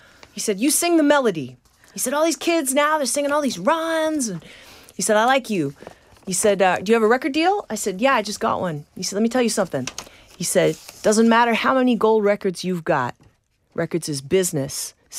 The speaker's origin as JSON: {"language": "English", "country": "Canada", "said": "You know, I'm from Canada"}